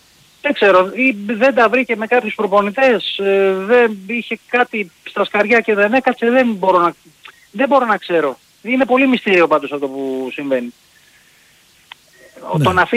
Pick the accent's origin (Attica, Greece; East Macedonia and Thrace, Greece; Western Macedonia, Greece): Attica, Greece; Nea Smyrni; από Νέα Σμύρνη, Ολυμπιακός.